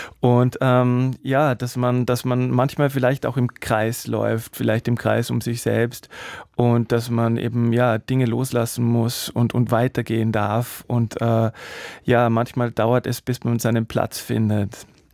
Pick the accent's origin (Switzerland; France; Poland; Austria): Austria; Salzburg; Ja, ich meine, ich komme wirklich aus Salzburg